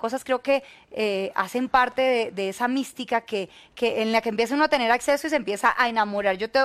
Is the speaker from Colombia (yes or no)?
yes; Colombia; porque era obviamente el orgullo y el sentimiento como colombiana.